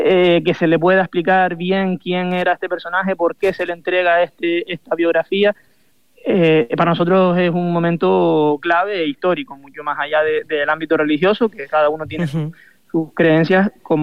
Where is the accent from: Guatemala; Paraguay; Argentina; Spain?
Spain; Canary Islands; Que está cada vez más en riesgo esa identidad de lo que somos los canarios y quiénes hemos sido y a dónde queremos llegar.